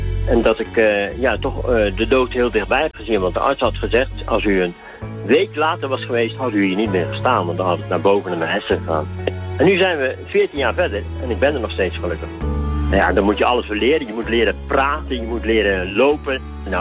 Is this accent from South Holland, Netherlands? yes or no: yes; Dordrecht, South Holland, Netherlands; uit Dordrecht. Ik ben 68 jaar.